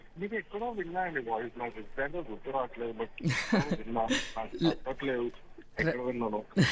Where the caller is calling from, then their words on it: Andhra Pradesh, India; నేను ఆంధ్రా నుంచి మాట్లాడుతున్నాను.